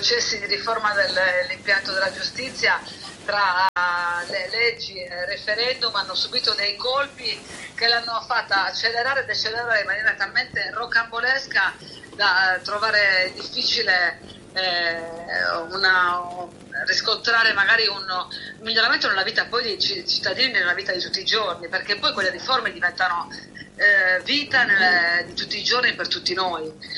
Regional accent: Macomer, Sardinia, Italy; accent: Macomer; ho dovuto fare il grande sforzo di parlare con l'accento di Alghero, non di Macomè

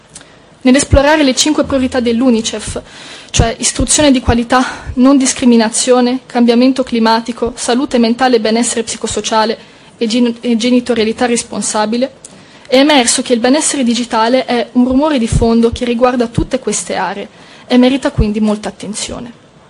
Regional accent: Lucca, Tuscany, Italy; studentessa di medicina, ho 23 anni, vengo da Lucca

